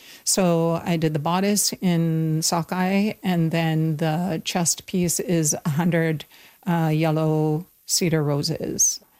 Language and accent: English; Prince Rupert, British Columbia, Canada; born there; also born or lived in Hartley Bay; I spent a lot of time on my reserve, the Gitgat Nation, in the territory. But majority of my time was here in Prince Rupert.